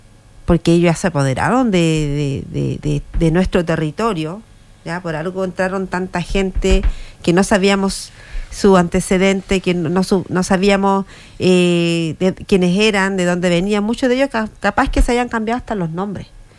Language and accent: Spanish; Chile; a uno como chileno